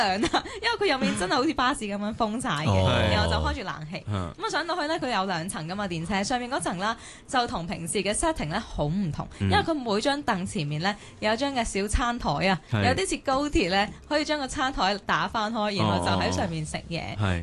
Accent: Hong Kong; 有我香港人啦

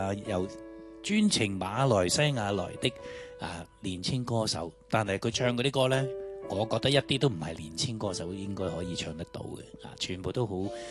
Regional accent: Hong Kong

